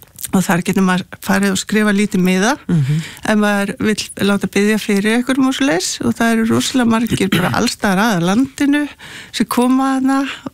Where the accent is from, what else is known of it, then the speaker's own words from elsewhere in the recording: Reykjavík, Capital Region, Iceland; Sko, ég er náttúrulega áttavilltasta kona í heimi. Ég er alinn upp í Reykjavík, en ég kerði með fullan bílan unnum upp Laugaveginn.